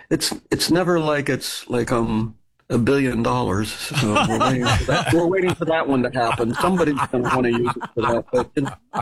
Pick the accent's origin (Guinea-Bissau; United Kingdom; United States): United States; Akron, Ohio; when we grew up in Akron, Ohio.